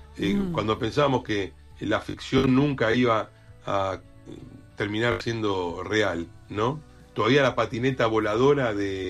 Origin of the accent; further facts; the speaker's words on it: Argentina; Yo soy nieto de españoles. No soy español, soy argentino.